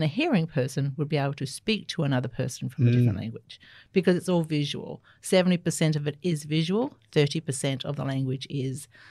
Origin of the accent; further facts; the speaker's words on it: Australia; first language Auslan; English is a second language; So my first language is Auslan, and my mother had 7 children. And we all use sign language fluently. We learnt English sort of through our aunties and more so when we went to school.